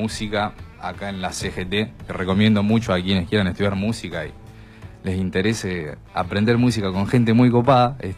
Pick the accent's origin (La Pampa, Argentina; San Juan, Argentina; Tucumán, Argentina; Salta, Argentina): La Pampa, Argentina; General Acha; de General Hacha, de nuestros pagos, nosotros somos de General Hacha.